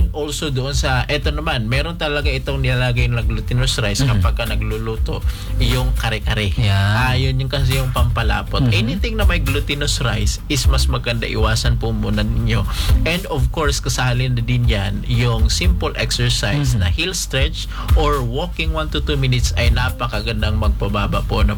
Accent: Mindanao, Philippines

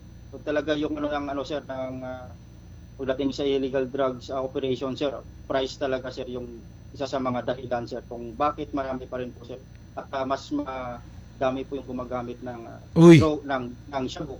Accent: Luzon, Philippines; I came from Luzon, sir.

